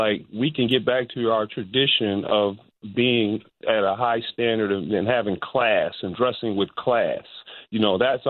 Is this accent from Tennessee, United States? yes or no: no; Michigan, United States; And I've noticed that in my home state of Michigan, in Detroit